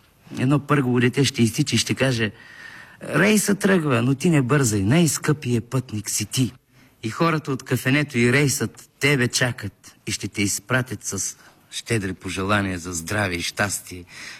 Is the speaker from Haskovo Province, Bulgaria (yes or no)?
no; Zlatograd, Smolyan Province, Bulgaria; born there; Аз съм се родил в Родопите.